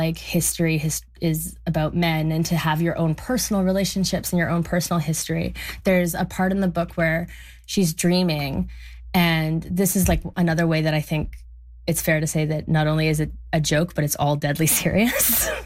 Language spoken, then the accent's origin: English; Alberta, Canada; I'm from Alberta, by the way.